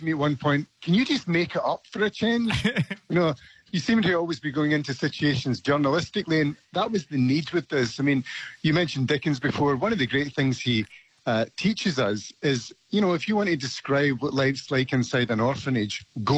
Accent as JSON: {"language": "English", "region": "Scotland", "country": "United Kingdom", "lives_now": "Australia", "said": "Yeah, absolutely. I'm glad you did, because it's really important, because here in Australia, you're treated very differently as a Scot from my English friends."}